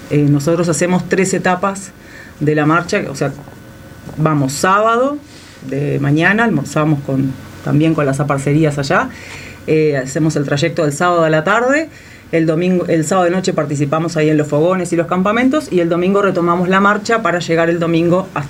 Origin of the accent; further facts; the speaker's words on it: Uruguay; como una uruguaya común y corriente